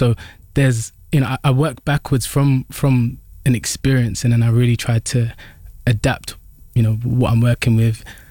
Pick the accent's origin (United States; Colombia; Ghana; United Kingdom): United Kingdom; Being British for me is like you're part of such a large melting pot